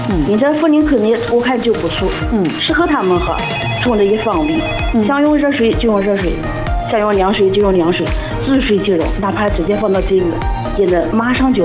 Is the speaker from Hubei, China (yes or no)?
no; Anhui, China; 杨老师，我是安徽的。